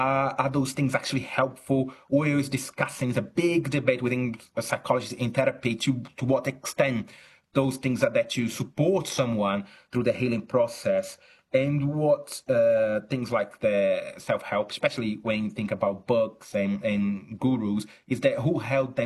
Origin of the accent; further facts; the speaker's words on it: Brazil; now in Chichester, United Kingdom; Now, I think, I'm originally from Brazil, although I'm academic in at the University of Chichester in the UK. I see a lot of that also in Brazil.